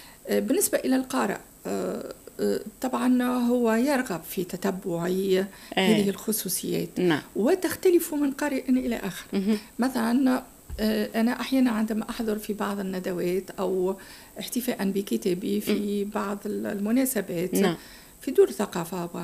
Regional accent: Tunisia; باعتباري تونسية

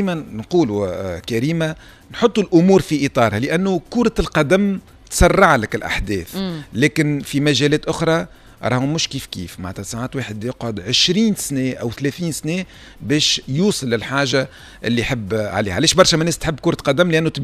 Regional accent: Tunisia; في بلادنا في تونس

